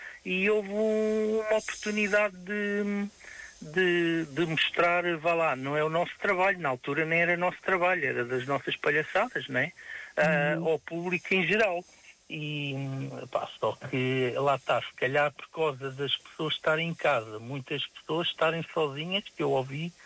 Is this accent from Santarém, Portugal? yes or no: no; Odivelas, Lisbon, Portugal; eu sou de Odivelas.